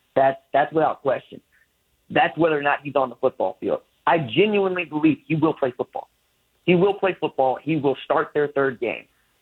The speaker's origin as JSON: {"language": "English", "region": "Oklahoma", "country": "United States", "said": "I'm from Oklahoma, which is, say, Southwest Conference, Big 12 Conference, now the SEC."}